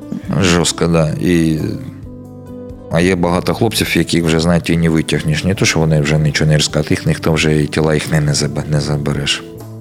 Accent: Odesa, Odesa Oblast, Ukraine; Я одесит.

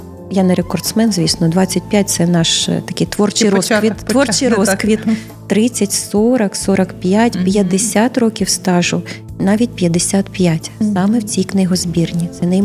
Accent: Artsyz, Odesa Oblast, Ukraine; moved away; в таких містах, як мій рідний Арциз.

